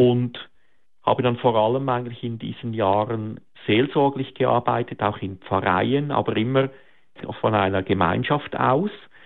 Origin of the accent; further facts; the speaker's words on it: Rapperswil-Jona, St. Gallen, Switzerland; moved away; also ich bin aufgewachsen am Zürichsee in Rapperswil-Jona